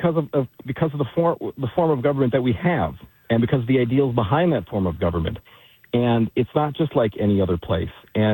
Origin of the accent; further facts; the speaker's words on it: Wisconsin, United States; born there; I was born in Wisconsin